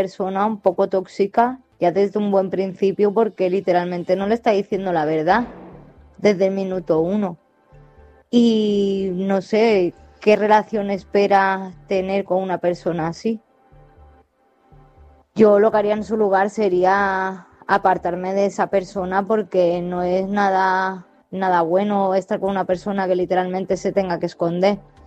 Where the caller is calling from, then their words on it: Málaga, Andalusia, Spain; soy corresponsal de Málaga